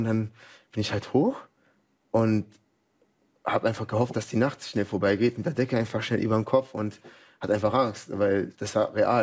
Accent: Dachau, Bavaria, Germany; born there; also born or lived in Bogotá, Colombia; ich bin in Dachau geboren, das ist in München, da die Ecke. Und dann war ich die ersten 7,5 Jahre meines Lebens in Bogota, haben wir gelebt.

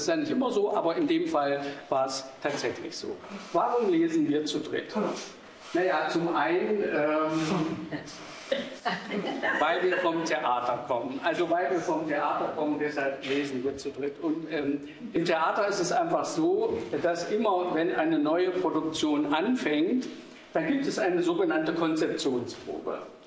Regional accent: Dessau, Saxony-Anhalt, Germany; moved away; Ja, also wie Sie gehört haben, ich bin in Dessau geboren und auch aufgewachsen. Ich habe die Stadt verlassen, da hatte sie noch 100.000 Einwohner.

